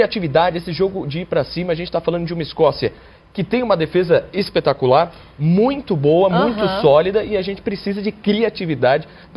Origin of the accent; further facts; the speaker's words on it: Brazil; Para nós, que somos brasileiros